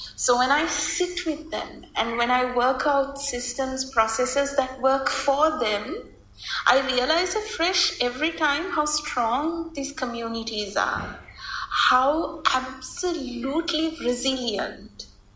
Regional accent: Colombo, Western Province, Sri Lanka; moved away; also born or lived in Jaffna; I grew up in Colombo.

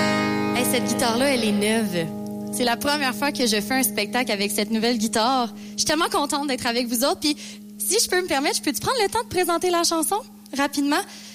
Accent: Quebec, Canada; Moi, je viens pas d'ici. Moi, je viens de la Rive-Sud de Montréal.

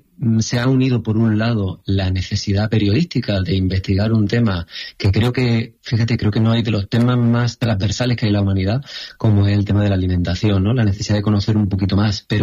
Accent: Jaén, Andalusia, Spain; soy de Jaén y de familia que ha trabajado en el campo, ¿no?

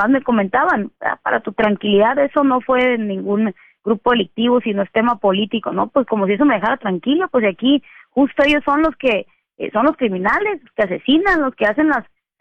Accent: Sinaloa, Mexico; soy una sinaloense que está en territorio constantemente y no de ahorita por un encargo, de siempre.

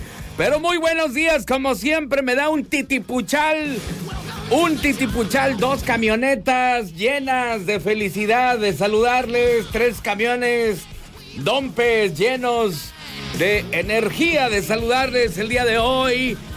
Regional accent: Monterrey, Nuevo León, Mexico; porque somos regiomontanos y los regios somos bien codos, ¿ok?

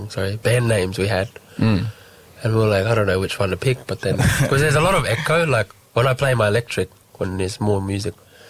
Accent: Australia; living next to the lake, it means a lot for us growing up in Kapuyak itself. It's a beautiful community.

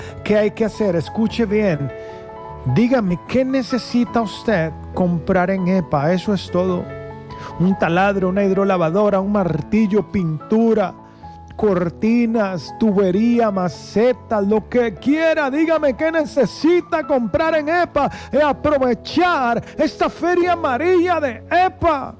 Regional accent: Coronado, San José, Costa Rica; necesitando un calentador de agua antes que llegue el mes de diciembre y me congele aquellito, porque yo soy de Coronado.

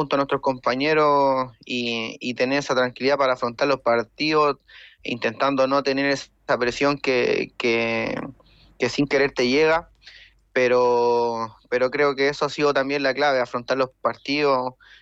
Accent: Quillota, Valparaíso, Chile; Sí, soy de Quillota.

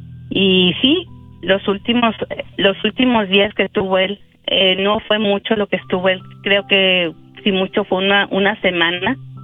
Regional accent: Chihuahua, Mexico; nosotros somos de Chihuahua

